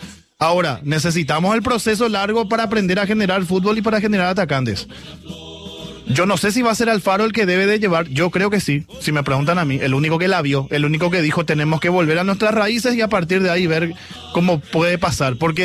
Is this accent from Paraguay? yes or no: yes; Paraguay; Hablo a título personal como paraguayo